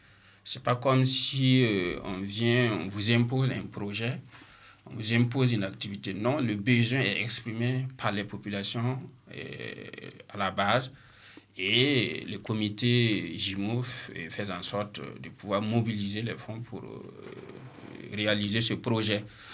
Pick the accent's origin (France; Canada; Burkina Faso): Burkina Faso; je suis du Burkina